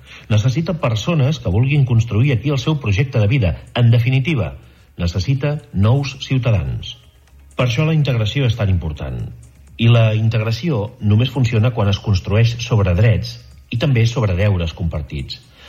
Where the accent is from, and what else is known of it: Catalonia, Spain